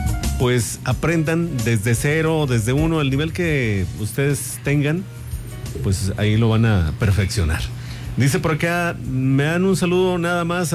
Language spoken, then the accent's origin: Spanish; Morelia, Michoacán, Mexico; born there; moved away; Es de allá donde yo nací. Yo nací en Michoacán, en Morelia, Michoacán.